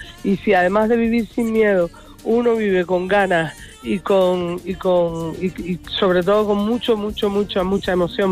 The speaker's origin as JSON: {"language": "Spanish", "town": "Arrecife", "region": "Canary Islands", "country": "Spain", "tie": "born there", "said": "en Arrecife, porque es el sitio donde yo nací"}